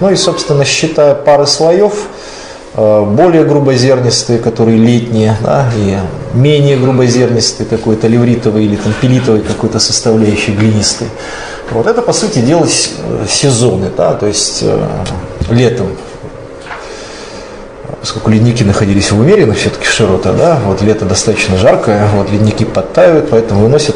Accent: Lodeynoye Pole, Leningrad Oblast, Russia; я сам уроженец Ладейного

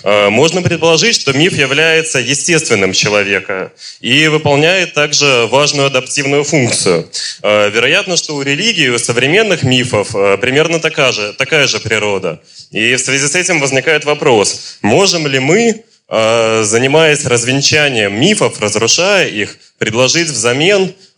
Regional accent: Minsk, Belarus; я из Минска.

